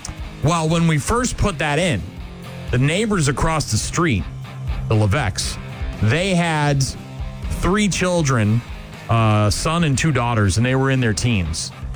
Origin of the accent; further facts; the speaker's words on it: Nashua, New Hampshire, United States; when my parents first bought our home that I grew up in on Syracuse Road in Nashua, New Hampshire